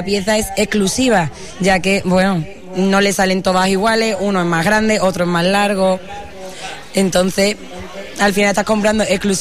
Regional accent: Constantina, Andalusia, Spain; soy de aquí y siempre apuesto por mi pueblo.

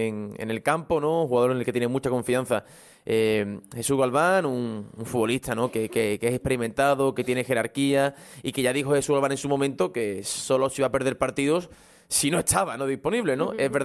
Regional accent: Andalusia, Spain; now in Huelva, Spain; Y yo, por ejemplo, que vengo de la provincia de Cádiz

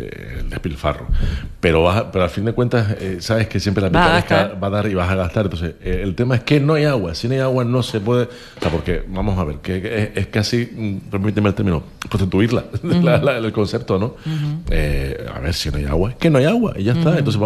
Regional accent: Spain; como somos los españoles

